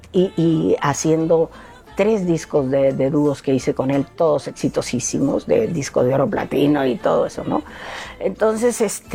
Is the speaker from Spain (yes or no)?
no; Peru; moved away as an adult; una de las razones por la que me fui del Perú fue por eso, porque sentía que yo estaba demasiado gobernada por mi familia, por mis amigos, por el público, porque yo llegué a ser presentadora de televisión, estuve de conductora como 5 o 6 años en la televisión peruana